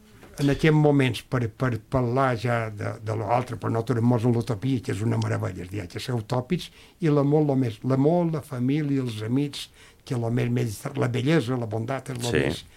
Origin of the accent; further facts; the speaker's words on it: Mallorca, Balearic Islands, Spain; un meu pecat de mal mallorquí